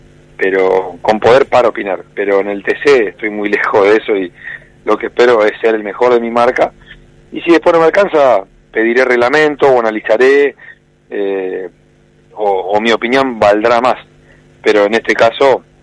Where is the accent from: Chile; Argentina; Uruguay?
Argentina; Santa Fe; also born or lived in Rosario